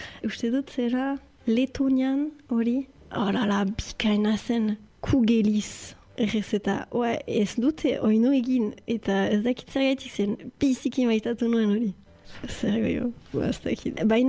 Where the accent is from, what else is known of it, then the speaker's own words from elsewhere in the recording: Bayonne, Nouvelle-Aquitaine, France; Baionakoa naiz eta bon, ez dakit importantea den, me ogoita amabost urte ditut.